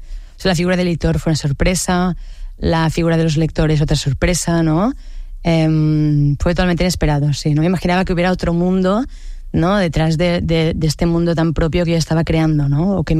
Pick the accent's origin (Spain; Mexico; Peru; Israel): Spain; Barcelona, Catalonia; born there; yo soy nacida en Sants, en el barrio de Sants, que es evidentemente muy urbanita